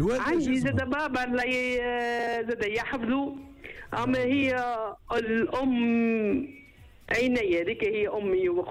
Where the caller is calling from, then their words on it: Sousse, Sousse Governorate, Tunisia; انا من سوسة.